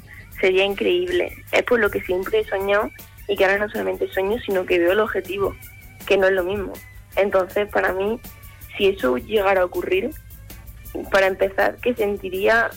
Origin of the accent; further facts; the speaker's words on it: Spain; nadie te va a regalar nada, y mucho menos siendo española, teniendo a todas las asiáticas por ahí